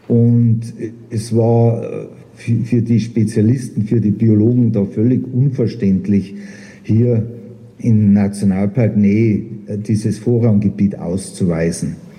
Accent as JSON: {"language": "German", "region": "Bavaria", "country": "Germany", "tie": "born there", "said": "Ich bin gebürtiger Oberbayer, ich stamme aus dem Hochgebirge. Mein Vater war Förster auch im Hochgebirge."}